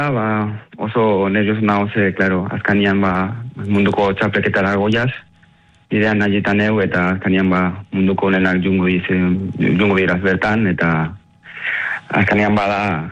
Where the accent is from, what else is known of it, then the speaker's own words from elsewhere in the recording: Lekeitio, Basque Country, Spain; born there; also born or lived in Paraguay; gu edu inginin Lekitxon, ondala pilo bat urte, ja, 18 urte hori